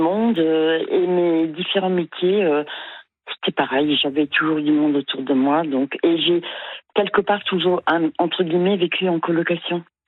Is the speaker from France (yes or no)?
yes; Marseille, Provence-Alpes-Côte d'Azur, France; born there; Et ensuite j'ai été transférée en France parce que figurez-vous que je suis née à Marseille, mais vraiment j'y suis née, c'est tout.